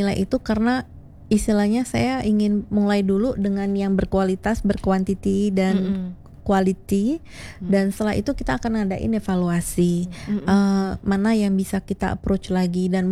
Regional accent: Surabaya, East Java, Indonesia; now in Bali, Indonesia; karena saya asli Surabaya. Cuma karena saya sekarang tinggal dan berusaha di Bali

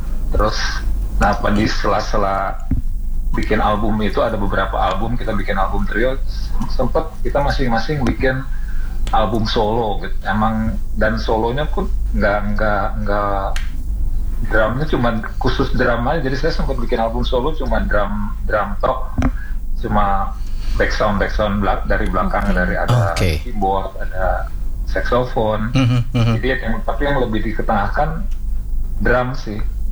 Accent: Ambon, Maluku, Indonesia; now in Bogor, Indonesia; Saya tuh orang Ambon tapi tinggal di Bogor, jadi ngomongnya Sunda.

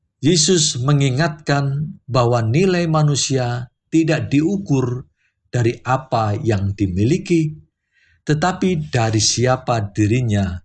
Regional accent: Indonesia

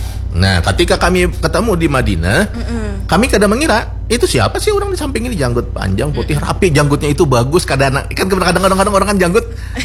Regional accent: South Kalimantan, Indonesia; Kami dari Kalimantan Selatan.

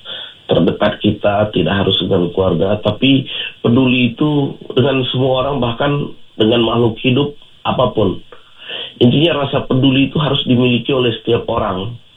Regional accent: East Nusa Tenggara, Indonesia; Jadi kebetulan latar belakang Libong ini memang kami dari Flores.

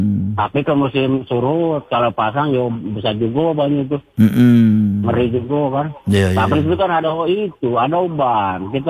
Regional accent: Banten, Indonesia; Aku kan dari Banten. Dari Banten tuh deh, cek, pengennya makan, pegawai itu.

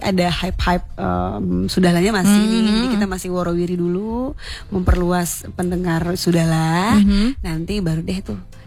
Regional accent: Padang, West Sumatra, Indonesia; kita sebagai orang Minang Padang

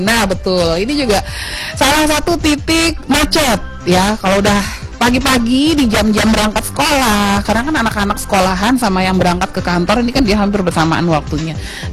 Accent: West Nusa Tenggara, Indonesia; Ini adalah satu bentuk kesyukuran kita sebagai warga Nusa Tenggara Barat.

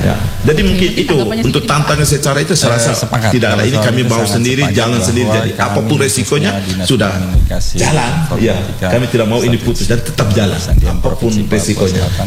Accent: Wamena, Highland Papua, Indonesia

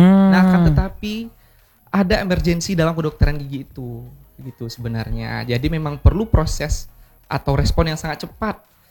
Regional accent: Surakarta, Central Java, Indonesia; now in Padang, Indonesia; Dan saya asal dari Solo bang.

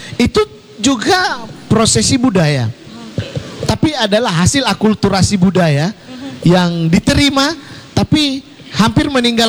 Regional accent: Makassar, South Sulawesi, Indonesia; kalau saya menyebut … tanpa memproklamirkan bahwa saya orang Makassar

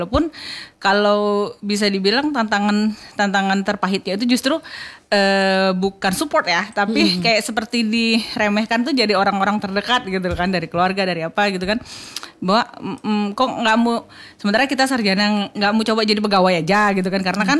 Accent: Lampung, Indonesia; Saya dari Lampung gitu kan, saya dibawa suami ke sini jadi tinggal sini

